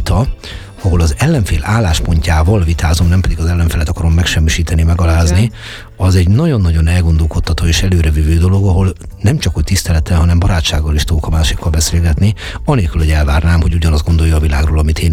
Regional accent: Jászárokszállás, Jász-Nagykun-Szolnok, Hungary; now in Budapest, Hungary; azt mondom, hogy budapesti vagyok, de jászárokszállási is vagyok, magyar vagyok, világpolgár vagyok

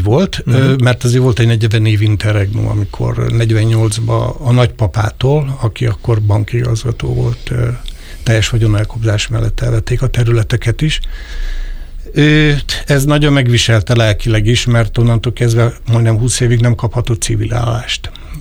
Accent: Budapest, Hungary; born there; Amúgy én budapesti születésű vagyok, tehát közgazdász végzettségű.

